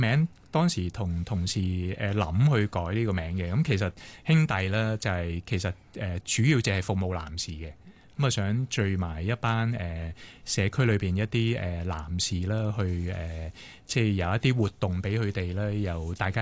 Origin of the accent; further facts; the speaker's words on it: Hong Kong; 我哋香港人都係工作壓力啦